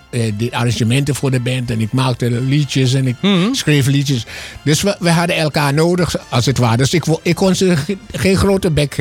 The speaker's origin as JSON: {"language": "Dutch", "country": "Trinidad & Tobago", "moved": "yes", "lives_now": "Netherlands", "said": "Nee, ik kom uit Trinidad en Tobago. Dat is een klein eiland, is vlakbij Jamaica."}